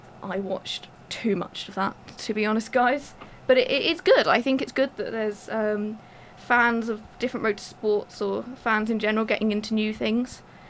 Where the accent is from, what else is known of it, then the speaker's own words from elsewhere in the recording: London, United Kingdom; I'm from West London.